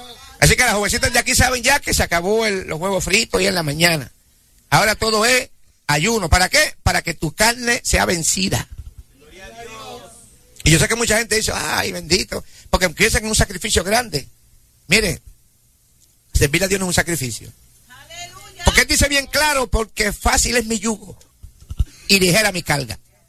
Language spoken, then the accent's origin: Spanish; Corozal, Puerto Rico; Allá en Corozal, en mi pueblo